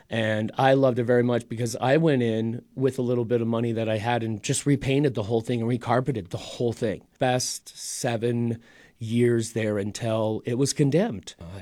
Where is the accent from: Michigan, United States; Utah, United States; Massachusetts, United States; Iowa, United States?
Utah, United States; Kamas; I grew up in Camas, Utah. I saw Park City as the big city.